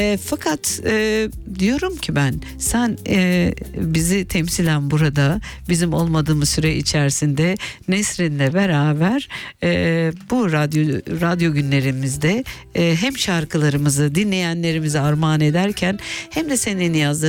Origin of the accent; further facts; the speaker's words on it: Aegean Region, Turkey; now in Germany; Evet. Ege'liyim dedim.